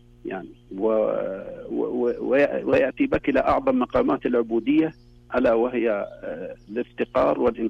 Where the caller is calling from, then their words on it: Bisha, Asir, Saudi Arabia